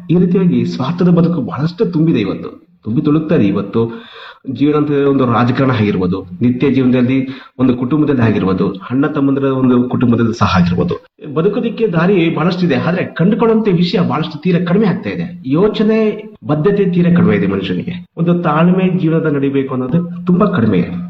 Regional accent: Kolar, Karnataka, India; ನಾನು ಮೂಲತಃ ಕೋಲಾರ.

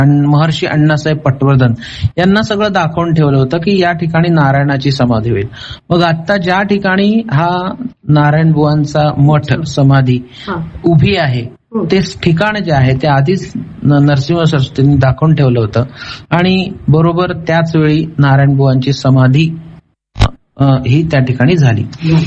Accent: Dhule, Maharashtra, India; born or raised there

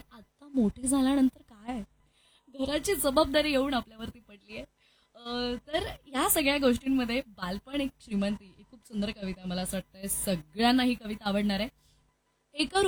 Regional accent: Mumbai, Maharashtra, India; born there

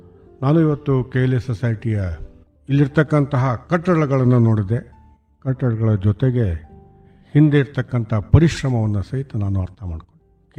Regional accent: Dharwad, Karnataka, India; Radio ನನ್ನ ಬಾಲ್ಯ ಜೀವನದ ಅವಿಭಾಜ್ಯ ಅಂಗ. ನಾನು ಧಾರವಾಡದಲ್ಲಿದ್ದೆ.

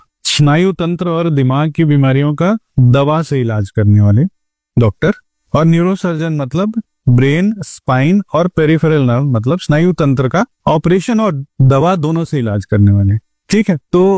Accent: Varanasi, Uttar Pradesh, India; moved away as an adult; now in Gorakhpur, India; मैं बेसिकली बनारस का रहने वाला हूँ

